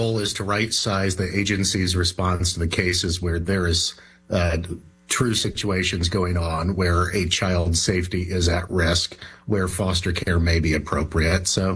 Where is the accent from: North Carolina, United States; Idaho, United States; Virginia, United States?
Idaho, United States; I'm from Idaho as well, so we're neighbors, Glenn.